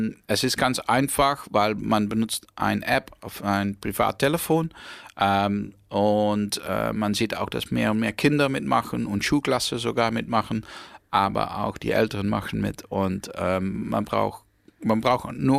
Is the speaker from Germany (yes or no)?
no; Netherlands; German is a second language; ich komme, wie Sie hören, komme ich aus Holland.